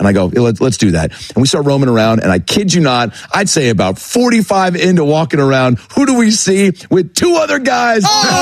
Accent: Lake Forest Park, Washington, United States; It was formerly the Puyallup Fair growing up in Lake Forest Park, Washington. We took the bus about almost an hour away.

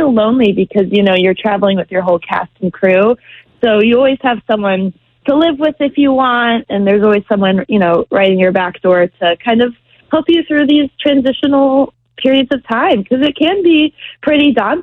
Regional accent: Gainesville, Georgia, United States; born there; moved away as an adult; also born or lived in Ohio; now in New York City, United States; I'm doing all these shows in the Gainesville High School where I went.

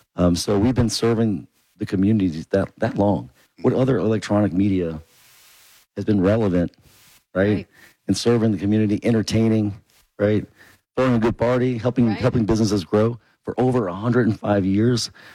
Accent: New Orleans, Louisiana, United States; as a kid in South Louisiana, growing up in New Orleans

